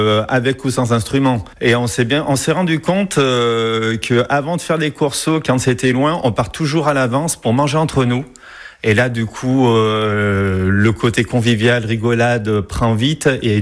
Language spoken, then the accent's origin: French; Valence, Auvergne-Rhône-Alpes, France; Je suis de Valence à l'origine